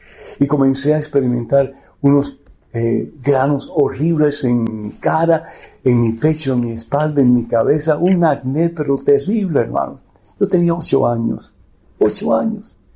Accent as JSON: {"language": "Spanish", "country": "Cuba", "tie": "born or raised there", "moved": "yes", "said": "Y eso pasó en Cuba. Yo soy de Cuba."}